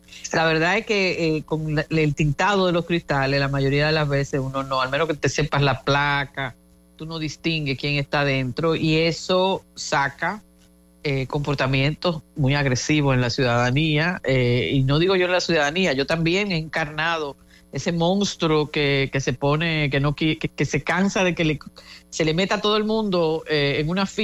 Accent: Dominican Republic; nosotros como dominicanos cuando emigramos tenemos comportamientos distintos

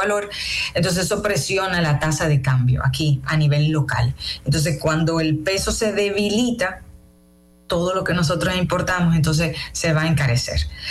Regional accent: Dominican Republic; entender cómo ciudadano y como dominicano, cómo esto nos afecta

